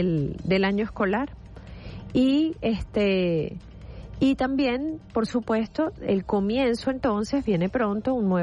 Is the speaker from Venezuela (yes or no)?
yes; Venezuela